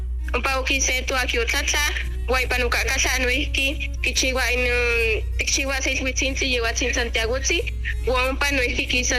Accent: Xilocuautla, Hidalgo, Mexico; tengo 20 años y soy originaria de Xilocuautla.

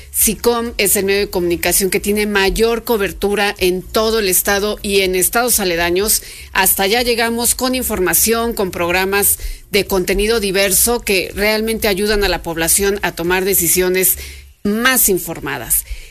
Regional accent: Mexico; nos hizo pues identificarnos más como mexicanos

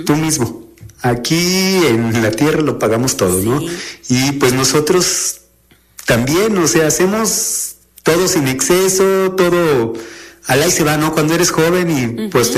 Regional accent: Oriental, Puebla, Mexico; also born or lived in Xalapa; Pues yo nací en Jalapa, Veracruz, ajá. Pero toda mi vida he vivido en Oriental.

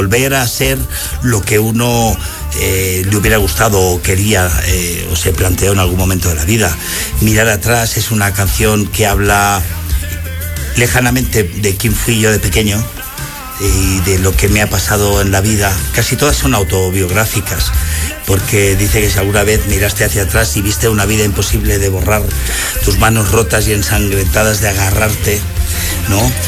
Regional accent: Puebla, Mexico; Soy poblano.

